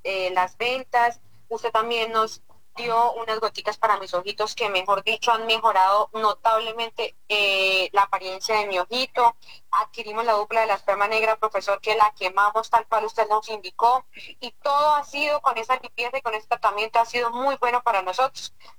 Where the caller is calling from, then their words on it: Puente Nacional, Santander, Colombia; Puente Nacional Santander.